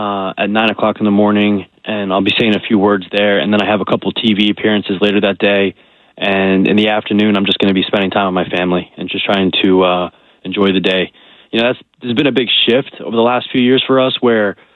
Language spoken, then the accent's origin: English; Morristown, New Jersey, United States; I grew up in New Jersey.